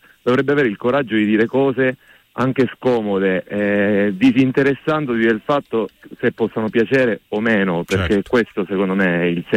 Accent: Teramo, Abruzzo, Italy; also born or lived in Venezuela; Sì, diciamo che principalmente poi sono cresciuto qui a Teramo

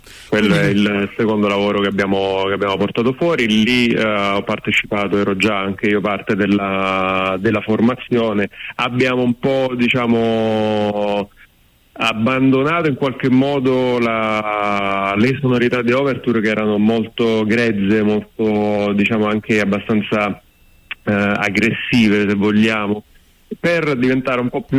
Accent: Sicily, Italy; moved away as an adult; now in Rome, Italy; io in realtà sono l'unico fuori sede del gruppo perché sono siciliano

